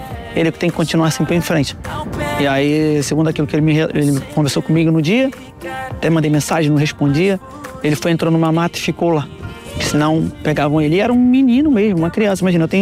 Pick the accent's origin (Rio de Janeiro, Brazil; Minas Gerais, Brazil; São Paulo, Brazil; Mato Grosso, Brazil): Rio de Janeiro, Brazil; Arraial do Cabo; moved away as an adult; now in Portugal; eu sou de Arraial do Cabo, como eu falei, né? Mas é mais conhecido como Complexo da Coca-Cola, que é uma favela que tem na minha cidade.